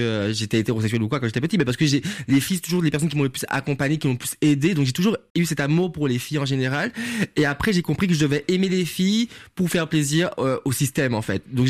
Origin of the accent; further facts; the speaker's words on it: Macouba, Martinique; first language Martinican Creole; French is a second language; J'ai grandi au Makouba, Le Makouba, je sais que beaucoup de Martiniquais grincent des dents quand je dis le Makouba, parce que le Makouba, c'est une toute petite commune de la Martinique, c'est au Nord-Atlantique